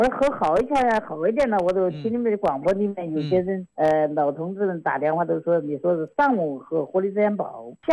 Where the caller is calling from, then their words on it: Xiangyang, Hubei, China; 我是襄阳的吧？